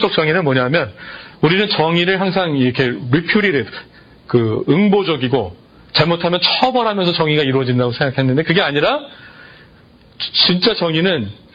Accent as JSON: {"language": "Korean", "country": "South Korea", "moved": "yes", "lives_now": "Los Angeles, United States", "said": "지금 이 LA 땅 제가 살고 있는 LA 땅에는 얼마나 많은 언어 그룹이 있고 어떤 그룹들이 살고 있는데 나는 한국 사람으로서"}